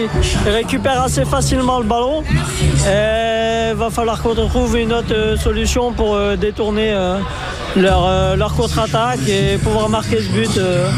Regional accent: Lens, Hauts-de-France, France; Moi, je suis originaire de Lens, donc quand même une grosse équipe dans le nord de la France

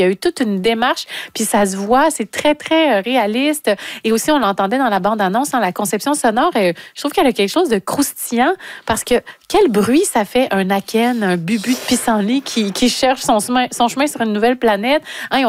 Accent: Rimouski, Quebec, Canada; C'est peut-être un régionaliste parce que je viens de Rimouski. Je ne suis pas montréalaise

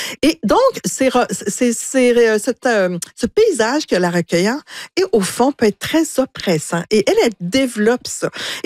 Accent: Montreal, Quebec, Canada; moved away as an adult; now in Lac-Mégantic, Canada; moi, je suis montréalaise

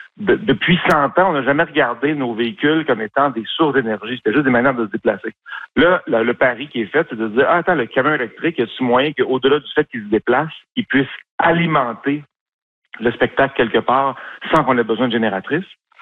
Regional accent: Montreal, Quebec, Canada; moi, je suis un enfant de la ville, je suis né à Montréal

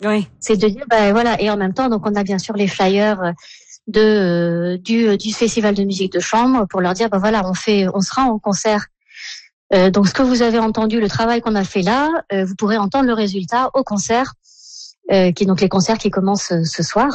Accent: Provence-Alpes-Côte d'Azur, France; now in Düsseldorf, Germany; moi je suis française de la Côte d'Azur, mais j'habite à Düsseldorf

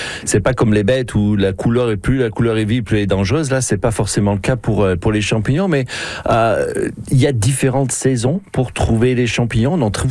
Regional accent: France; now in Canada; J'en ramassais quand j'étais petit en France avec ma famille

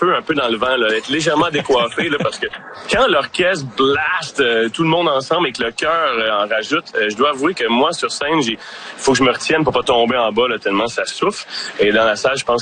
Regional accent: Repentigny, Quebec, Canada; D'où je viens? Moi, je viens de Lanaudière. C'est un petit gars de Repentigny.

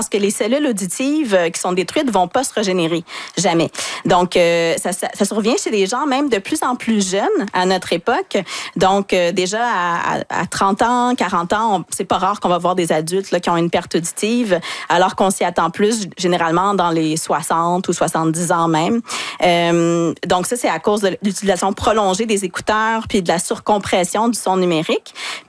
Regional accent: Quebec, Canada; Puis si on regarde chez nous au Québec

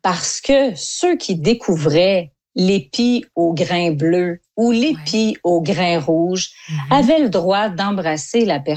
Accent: Saint-Guillaume, Quebec, Canada; Moi, je viens de Saint-Guillaume, au centre du Québec.

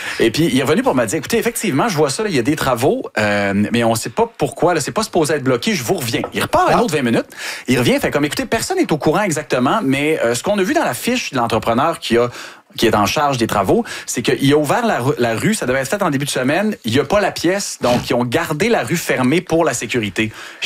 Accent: La Baie, Quebec, Canada; Effectivement, je viens de Ville de la Baie.

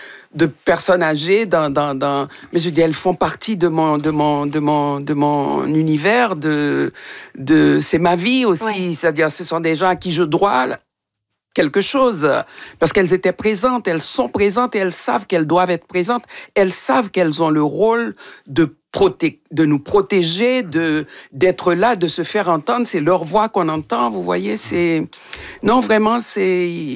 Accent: Haiti; moved away; Ça fait longtemps que j'ai quitté Haïti.

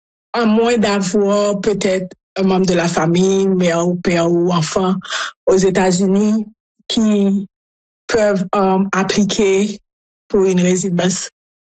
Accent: Haiti; now in Springfield, United States

